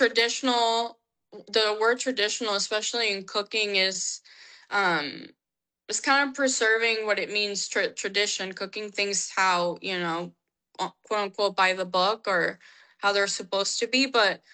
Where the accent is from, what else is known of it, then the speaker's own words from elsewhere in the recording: Texas, United States; born and raised in Texas, and you know, it's home to you.